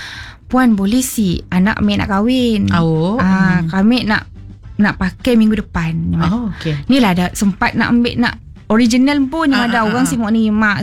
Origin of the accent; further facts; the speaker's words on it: Malacca, Malaysia; now in Sarawak, Malaysia; Kami berasal dari orang Melaka. Kami orang Melaka. Kami dah duduk Sarawak tu sejak 2012.